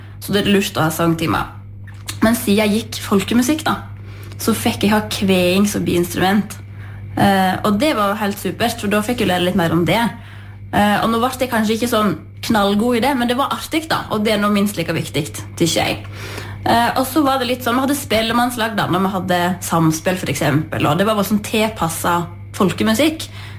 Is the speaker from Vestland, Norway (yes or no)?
yes; Jøstedalen, Vestland, Norway; born or raised there